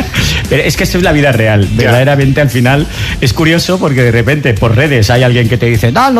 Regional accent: L'Hospitalet de Llobregat, Catalonia, Spain; No, hombre, a ver, soy de Hospitalet, alguna cosa pillo.

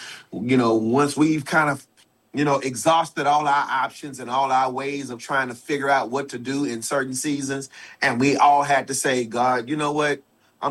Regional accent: Houston, Texas, United States; born and raised in Houston, Texas, born and raised in the church, Pentecostal boy

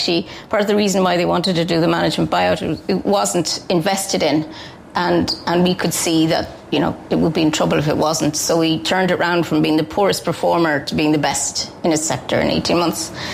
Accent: Cork, Munster, Ireland; born there; now in County Clare, Ireland; I was born in Cork. My grandfather was an architect who came over from Scotland in the late 19th century.

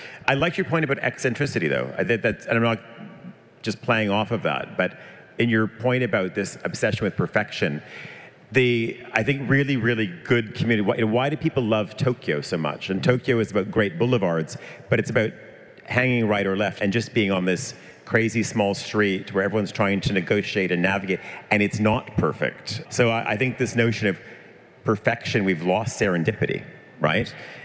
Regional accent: Canada

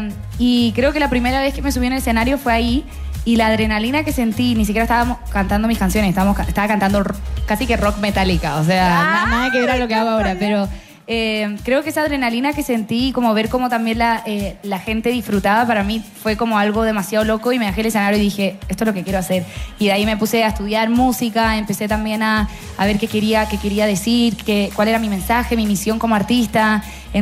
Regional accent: Chile; Sí, siento que para mí lo más importante era como conectar de donde vengo yo, que al final era acá Chile

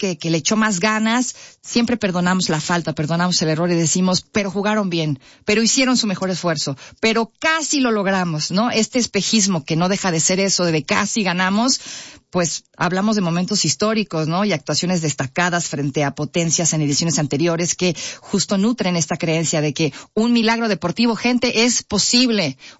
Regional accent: Mexico; Yo sé que le vamos a México todos porque somos mexicanos

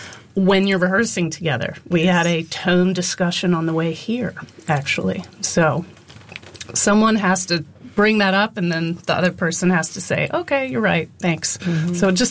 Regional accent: North Carolina, United States; I grew up in North Carolina. And I, when I'm playing her, I'm really trying to be around my family that's from King, North Carolina, which is not a cosmopolitan area.

